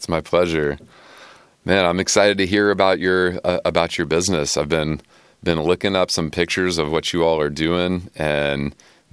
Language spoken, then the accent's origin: English; South Carolina, United States; now in Humboldt County, United States; I grew up in South Carolina, and so seafood boils were a big part of, especially like family gatherings that we would have, you know.